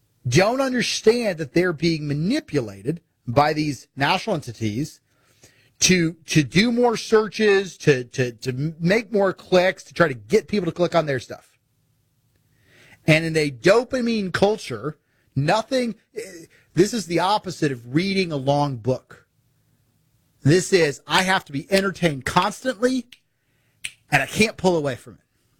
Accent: Missouri, United States; I'm from Missouri.

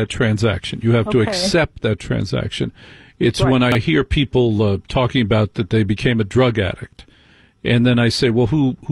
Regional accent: New Jersey, United States; I grew up in Jersey.

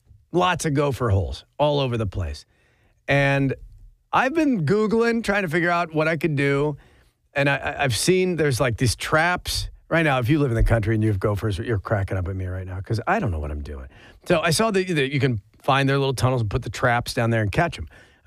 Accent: Chicago, Illinois, United States; now in Bristow, Creek County, Oklahoma, United States; I live out in the country in Cree County in Bristow. I'm from Chicago, right? North side. But I've been here for 25 years.

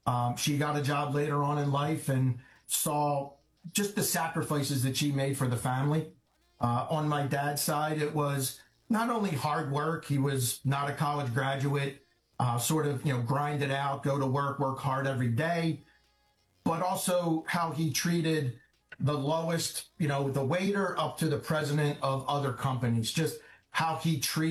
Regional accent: Pennsylvania, United States; I'm from a small neighborhood just outside of Philadelphia, blue-collar neighborhood. I am the oldest of three.

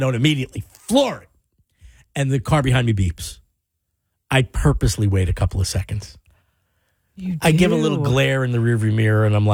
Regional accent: New York City, New York, United States; moved away; I was born and raised in Staten Island. I would travel back to see family.

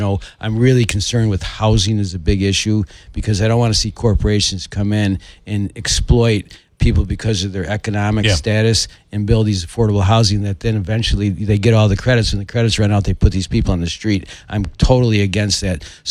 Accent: Utica, New York, United States; Well, I grew up in South Utica myself, you know, and I went to UFA, which was, considered inner city Utica.

